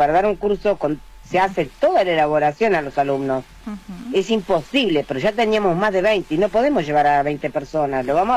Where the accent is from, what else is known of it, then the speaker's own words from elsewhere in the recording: La Plata, Buenos Aires Province, Argentina; Y siempre lo hacemos desde La Plata, soy de La Plata porque ustedes lo saben muy bien.